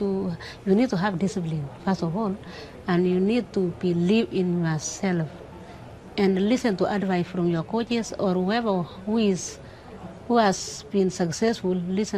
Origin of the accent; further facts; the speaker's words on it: Kenya; And especially I come from Kenya. When we talk about Africa, Africa is 56 countries. Therefore, Kenya is one of the best places